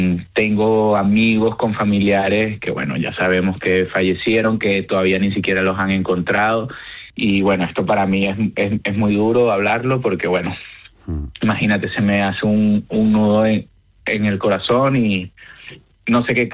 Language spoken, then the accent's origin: Spanish; Caracas, Capital District, Venezuela; born there; Vale, bueno, primero quisiera aclarar que aunque soy, o sea, que nací en Caracas, soy español de origen.